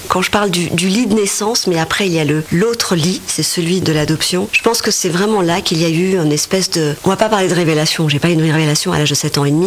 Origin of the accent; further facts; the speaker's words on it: Madagascar; born there; Je suis née à Madagascar, dans un lit, je dirais, déjà un peu conflictuel, c'est-à-dire que ma maman, elle est malgache catholique et mon papa, indien musulman.